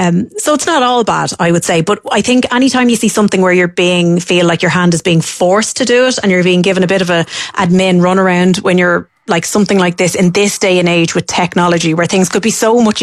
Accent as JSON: {"language": "English", "town": "Artane", "region": "Leinster", "country": "Ireland", "tie": "born or raised there", "said": "because I grew up in Artane, so I had to go over there."}